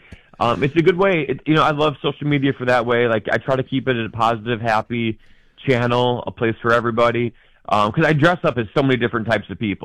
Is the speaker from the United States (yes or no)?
yes; Midwest, United States; now in New York, United States; I feel like I'm a Midwestern guy. You know, I live in New York, but I'm from the Midwest.